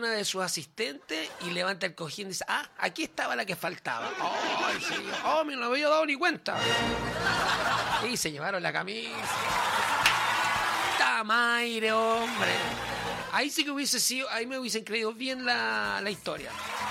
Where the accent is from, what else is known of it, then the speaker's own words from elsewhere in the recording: Chile; Bueno, que un chileno, soy chileno y más de alguna vez